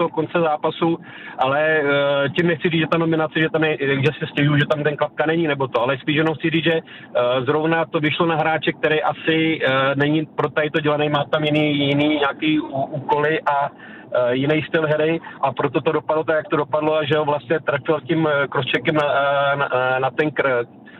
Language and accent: Czech; Pardubice, Pardubice Region, Czechia; Já jako hrdý Pardubák